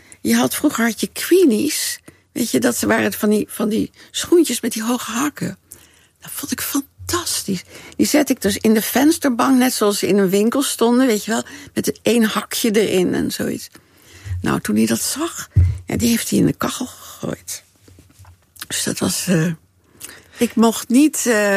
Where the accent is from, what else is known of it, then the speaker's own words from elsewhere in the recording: Haarlem, North Holland, Netherlands; Maar ik ben in Haarlem geboren.